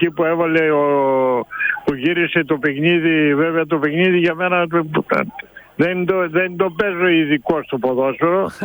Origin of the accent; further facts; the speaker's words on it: Karditsa, Thessaly, Greece; Που στο χωριό μου στην Καρδίτα.